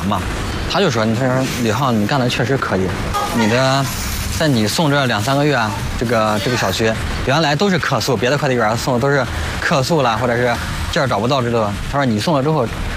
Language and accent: Chinese; Henan, China; 就是用我们河南话说，就是看着我心里比较愉悦。